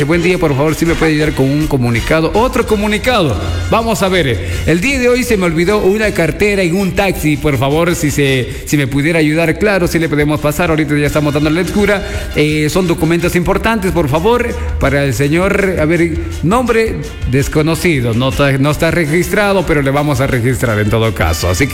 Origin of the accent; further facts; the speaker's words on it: Ecuador; Y así creo que somos todos los ecuatorianos